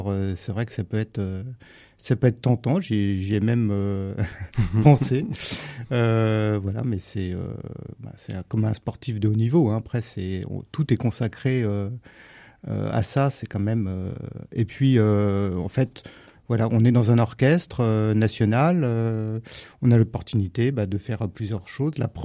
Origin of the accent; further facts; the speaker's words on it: Paris, Île-de-France, France; Je suis originaire de Paris.